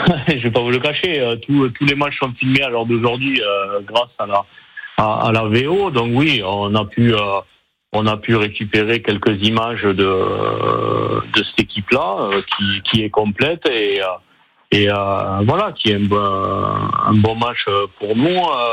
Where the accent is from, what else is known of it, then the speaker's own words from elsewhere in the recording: Nouvelle-Aquitaine, France; je suis originaire du Lot-et-Garonne